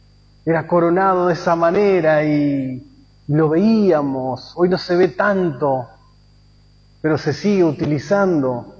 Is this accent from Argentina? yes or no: yes; Argentina; somos argentinos